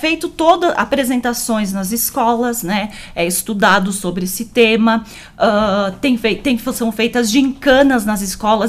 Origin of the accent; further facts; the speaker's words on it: Rio Grande do Sul, Brazil; somos gaúchos, mas enfim, nessas semanas ali é dado bastante foco, bastante ênfase para esta par